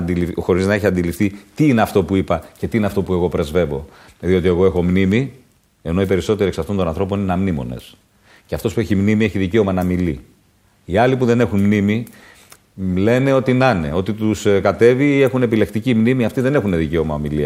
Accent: Greece; moved away; Εγώ, ο ίδιος μετανάστης

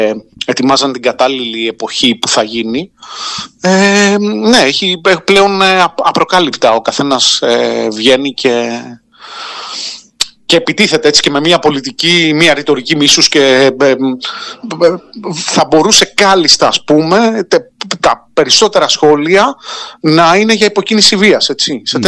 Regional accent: Keratsini, Attica, Greece; Εδώ στα μέρη μας, στο Κερατσίνι

